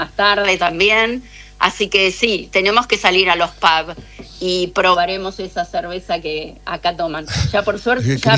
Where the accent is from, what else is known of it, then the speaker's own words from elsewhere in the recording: Punta Arenas, Magallanes, Chile; Porque no conseguimos porotos porque venimos de Punta Arenas.